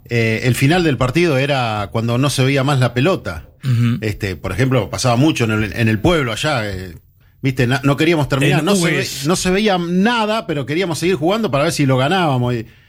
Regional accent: Hughes, Santa Fe, Argentina; Yo en mi pueblo, en Hugues.

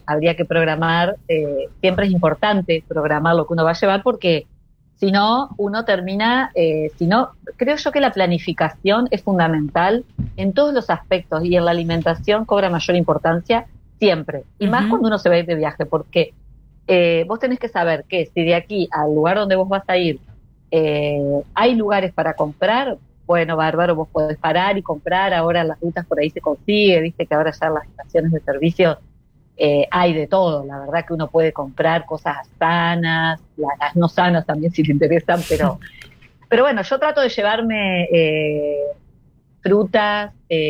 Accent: Entre Ríos, Argentina; yo soy de Entre Ríos

